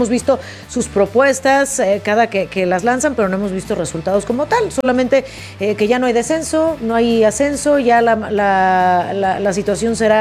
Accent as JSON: {"language": "Spanish", "town": "Tepatitlán", "region": "Jalisco", "country": "Mexico", "said": "Yo soy de Guadalajara y me hacen menos en la CDMX."}